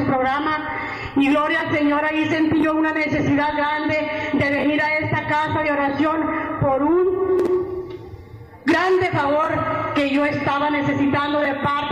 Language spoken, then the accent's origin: Spanish; Ciudad Juárez, Chihuahua, Mexico; Yo vengo de Ciudad Juárez, hermana.